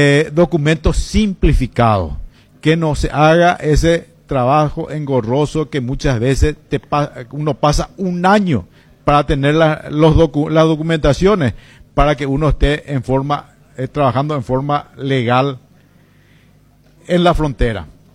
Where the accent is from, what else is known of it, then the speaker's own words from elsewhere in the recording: Paraguay; born there; Realmente crecí viendo personas levantándose de madrugada para cruzar el puente.